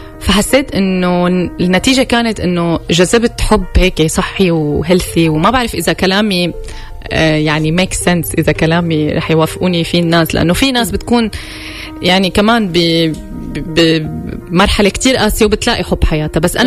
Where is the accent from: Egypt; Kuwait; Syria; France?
Syria; ضيعته بالعراق وضيعتي بسوريا، يعني قراب على بعض